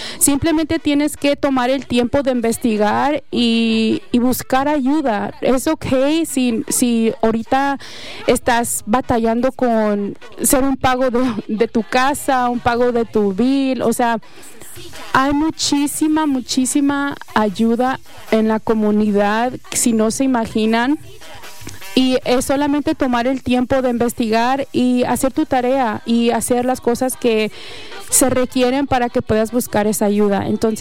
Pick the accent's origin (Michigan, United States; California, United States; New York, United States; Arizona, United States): Michigan, United States; Obviamente yo soy de Michigan